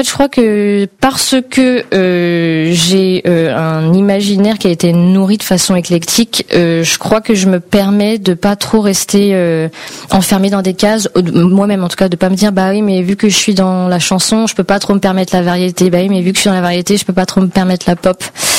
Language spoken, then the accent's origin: French; Île-de-France, France; born there; Moi, je suis née en Île-de-France dans le 94. Mais vu qu'on a beaucoup déménagé de par le métier de mon papa, mes racines et mes ressources, ça a toujours été là-bas.